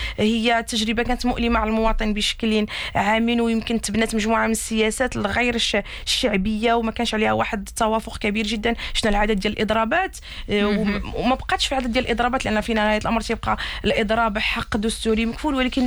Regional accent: Morocco; عندنا في المغرب مثلا تنتكلموا على حكومة ائتلافية

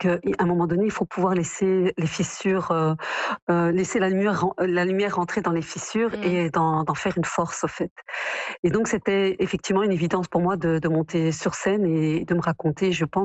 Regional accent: Belgium; Je suis née en Belgique, j'y ai grandi, j'y ai construit ma vie, mais j'ai toujours un attachement très fort au Maroc

